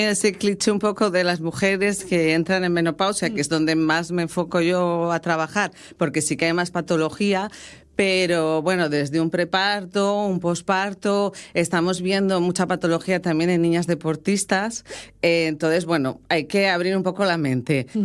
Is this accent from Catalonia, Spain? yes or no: no; Santander, Cantabria, Spain; moved away as an adult; now in Caravia, Spain; antes de venir a vivir aquí a Asturias, que yo soy de Santander, y al principio, claro, pues era hace 12 años que llevo aquí. Me vine a vivir a Caravia, que al final es un concejo de los más pequeños de Asturias